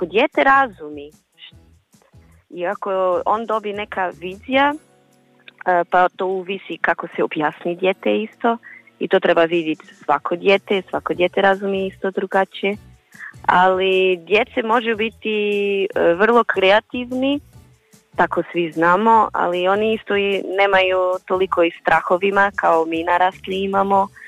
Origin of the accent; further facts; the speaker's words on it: Portugal; Croatian is a second language; moved away as an adult; now in Pula, Croatia; ja sam inače iz Portugalu.